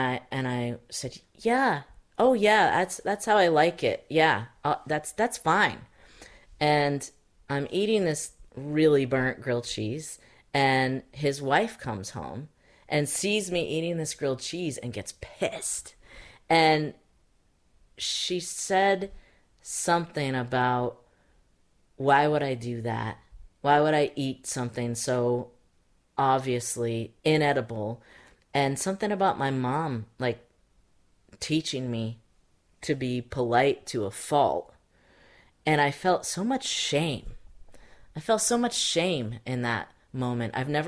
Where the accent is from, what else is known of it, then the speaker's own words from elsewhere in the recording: Lamoille County, Vermont, United States; I grew up in French-speaking Vermont. There were a lot of farms in the valley.